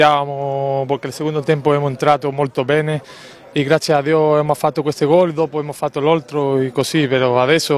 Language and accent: Italian; Spain; Italian is a second language; moved away as an adult; now in Taranto, Italy; sono di Spagna, sono qua e sono molto grato a lei